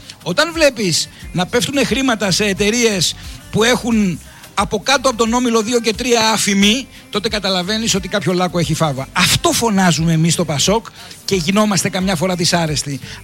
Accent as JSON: {"language": "Greek", "town": "Athens", "region": "Attica", "country": "Greece", "tie": "born there", "said": "Λοιπόν, εγώ γεννήθηκα στην Αθήνα."}